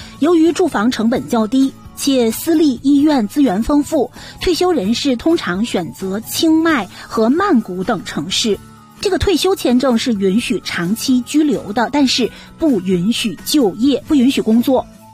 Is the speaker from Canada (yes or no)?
yes; Canada; 当然对咱们加拿大人来讲的话比较容易，我们的护照还是蛮好用的